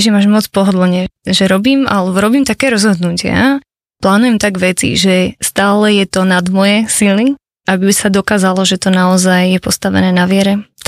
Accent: Miloslavov, Bratislava Region, Slovakia; now in Bratislava, Slovakia; Pochádzam z Bratislavy a okolia, takže vyrastala som pri Bratislave v dedinke Miloslavov Alžbetín dvor, ale už teda dlhšie žijem v Bratislave

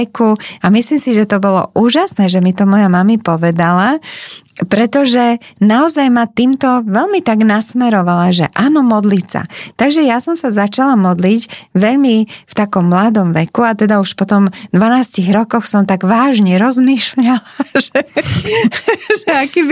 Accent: Bratislava, Bratislava Region, Slovakia; Ja som z Bratislavy.

